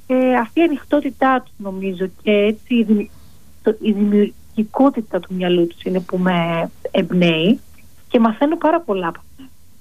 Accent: Greece; moved away as an adult; είχα γεννήθηκε και μεγάλωσα στην Ελλάδα

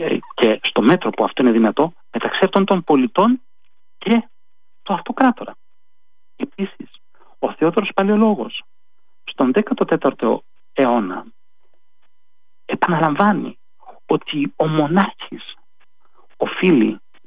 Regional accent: Athens, Attica, Greece; καθότι μεγάλωσα στην Αθήνα, στην οδό Βατάτζη

